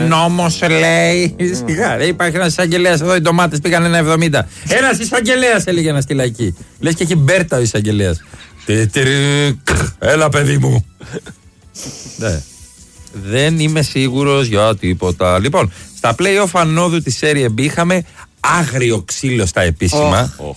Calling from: Thessaloniki, Central Macedonia, Greece; καλημέρα, από Θεσσαλονίκη καλημέρα

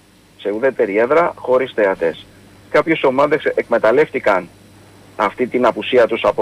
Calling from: Melissia, Attica, Greece; από τα Μελίσια.

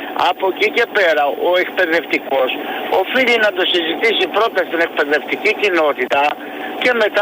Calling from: Loutraki, Peloponnese, Greece; Εδώ στην περιοχή μας, εγώ είμαι από Κόρυδο, στο Λουτράκι.

